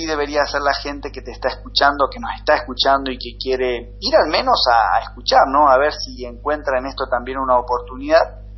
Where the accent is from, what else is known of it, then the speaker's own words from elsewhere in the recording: Machagai, Chaco, Argentina; yo soy de Manchagay